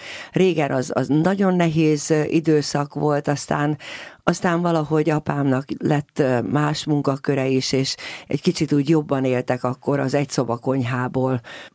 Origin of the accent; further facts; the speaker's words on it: Budapest, Hungary; annak idején a 18. kerületben nevelkedtem.